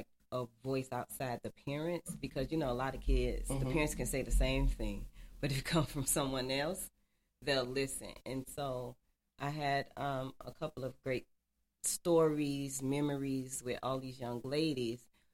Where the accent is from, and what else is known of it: Miami, Florida, United States; born there